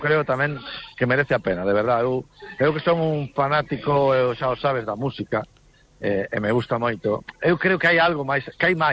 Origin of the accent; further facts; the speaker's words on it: Bañobre, Galicia, Spain; eu digo polo meu pueblo, no Bañobre, que decir, non somos nin concello, temos unha verbena